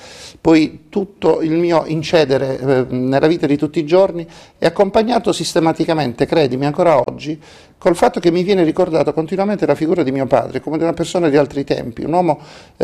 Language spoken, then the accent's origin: Italian; Barletta, Apulia, Italy; born there; also born or lived in Taranto; No, io sono nato a Barletta da genitori di Andria, andriesi.